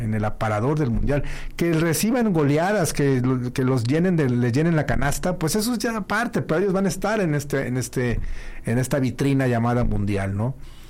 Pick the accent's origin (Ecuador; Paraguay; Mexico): Mexico